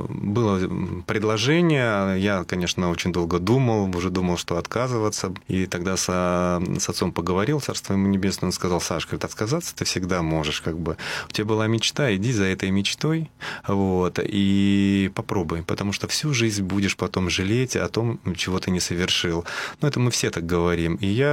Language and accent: Russian; Sovetsk, Kaliningrad Oblast, Russia; Нет, я и сам из Калининграда.